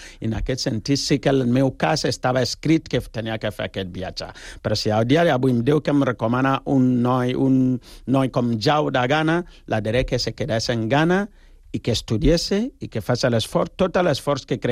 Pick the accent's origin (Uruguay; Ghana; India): Ghana; Catalan is a second language; now in Spain; perquè jo soc de Ghana, tu imagina que jo vinc aquí amb un taparrabo o una aliança, això no és així.